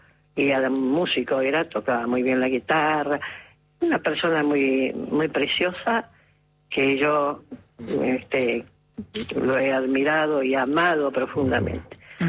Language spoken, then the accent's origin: Spanish; Villa Ballester, Buenos Aires Province, Argentina; born there; Yo nací en Buenos Aires.